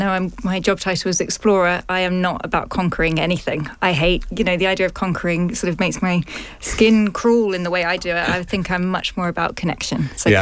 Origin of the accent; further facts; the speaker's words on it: Suffolk, East of England, United Kingdom; I grew up in Suffolk, which doesn't exactly have mountains, but it has a lot of countryside